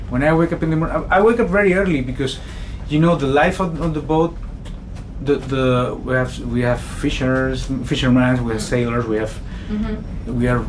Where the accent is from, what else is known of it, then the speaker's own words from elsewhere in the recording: Spain; moved away; I was born. I mean, I'm from Spain, but I am from Mediterranean. See, that's where I consider myself more Mediterranean than Spaniard, to be honest.